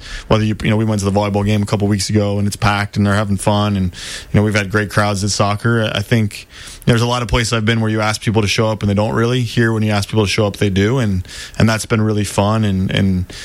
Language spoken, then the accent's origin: English; Chicago, Illinois, United States; I grew up in Chicago.